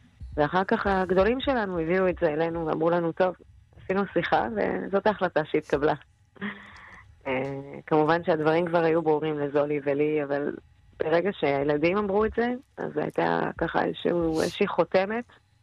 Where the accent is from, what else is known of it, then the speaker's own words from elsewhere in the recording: Kfar Aza, Southern District, Israel; אנחנו בעצם ארבעה אחים, כולנו נולדנו וגדלנו בכפר עזה.